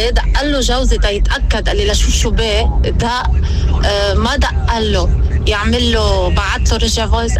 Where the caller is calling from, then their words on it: Lebanon; انا من لبنان عم بحكيك، رقمي اجنبي بس من لبنان.